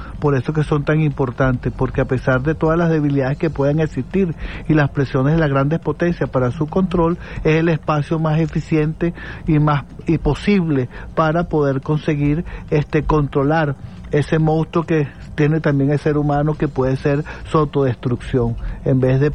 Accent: Venezuela; lo que somos como venezolanos

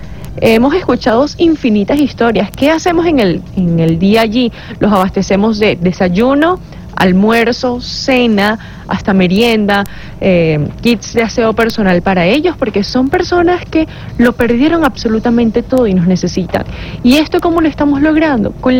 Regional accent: Caracas, Capital District, Venezuela; como caraqueños, tenemos esos recuerdos bonitos de La Guaira.

